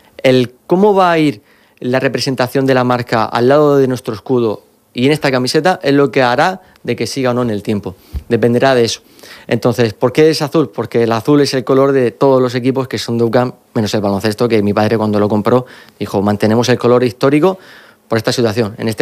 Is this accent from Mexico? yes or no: no; Region of Murcia, Spain; Yo tengo que darle visibilidad a cosas de mi tierra. Tengo que darle visibilidad a artistas de mi tierra.